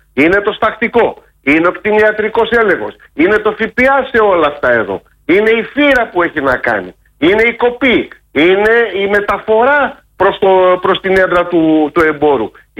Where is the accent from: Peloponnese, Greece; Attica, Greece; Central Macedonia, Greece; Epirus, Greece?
Epirus, Greece; εμείς που μεγαλώσαμε στην Ήπεθρο